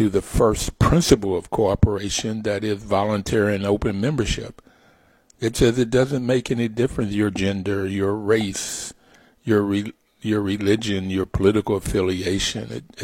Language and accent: English; Bluefield, West Virginia, United States; growing up in West Virginia, Bluefield, West Virginia, particularly in coal mining country